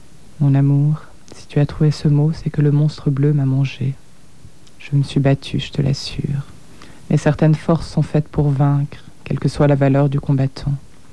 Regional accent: Geneva, Switzerland; born there; Je suis née au Pâquis

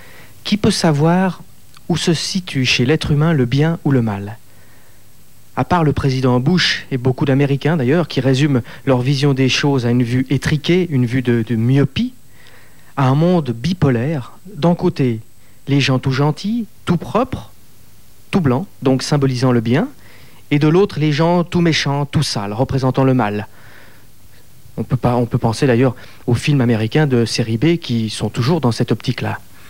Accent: Switzerland; puisqu'il se trouve que je suis suisse

